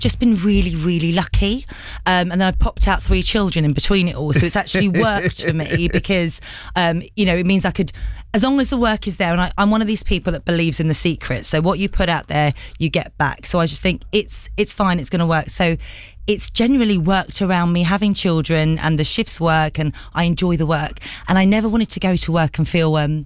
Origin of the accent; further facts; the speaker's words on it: London, United Kingdom; also born or lived in Essex; So I'm born and bred in London. I am an Essex girl, through and through, very proud as well. My mum and dad, both born in India. My dad's Sikh. My mum, who sadly passed away nearly 2 years ago now, was Hindu.